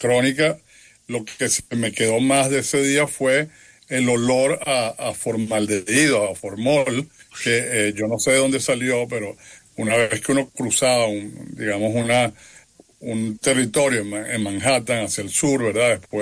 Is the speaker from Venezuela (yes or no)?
yes; Venezuela; bueno, yo soy venezolano de origen, pero